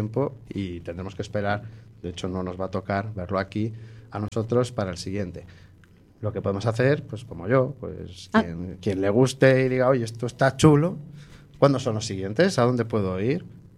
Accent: A Coruña, Galicia, Spain; soy coruñés

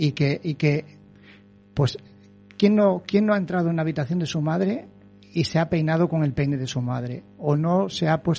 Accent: Baiona, Galicia, Spain; Yo, como te digo, soy de Bayona. Mi bisabuela era una persona que tenía vacas y se curaba con hierbas todo.

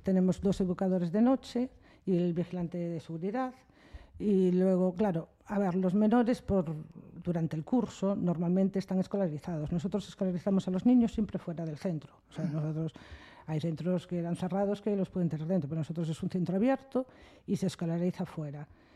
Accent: Canido, Galicia, Spain; Hola, buenas … Soy de Canido, como dice Rafa

